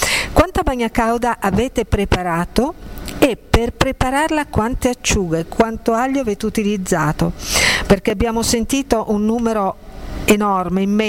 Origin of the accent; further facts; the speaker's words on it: Piedmont, Italy; sono piemontese